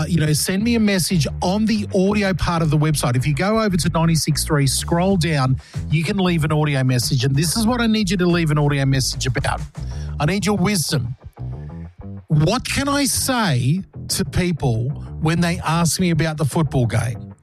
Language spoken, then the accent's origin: English; Brisbane, Queensland, Australia; born there; Because I was born in Brisbane all the way back on the 18th of March, 1972. My young mama gave birth to little old … in the Royal Women's at Brisbane.